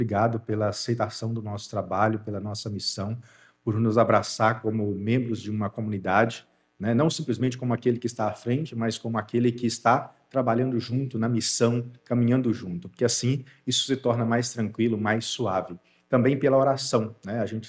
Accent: Itabirinha, Minas Gerais, Brazil; Eu sou natural de Itabirinha, então foi lá que surgiu, né, o início da minha vocação

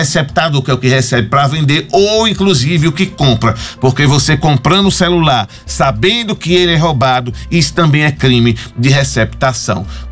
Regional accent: Sergipe, Brazil; moved away as an adult; also born or lived in Aracaju; now in Belo Horizonte, Brazil; eu sou de Sergipe, eu sou de Serrinha na Bahia.

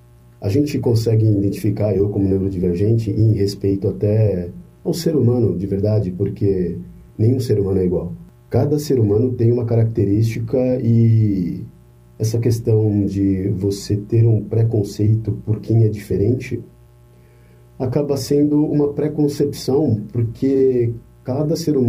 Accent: São Paulo, Brazil; Eu sou paulistano, nasci na capital, vivi minha vida inteira na capital

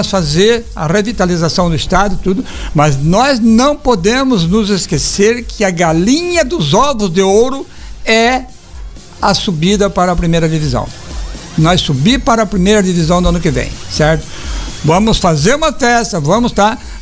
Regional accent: Paranaguá, Paraná, Brazil; Eu sou de Paranaguá, e o senhor poderia nos dar uma entrevista?

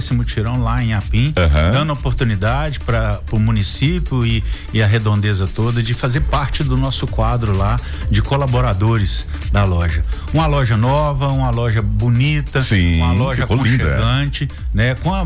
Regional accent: Caratinga, Minas Gerais, Brazil; also born or lived in Inhapim; nós somos de Caratinga, nós somos do Inhapim

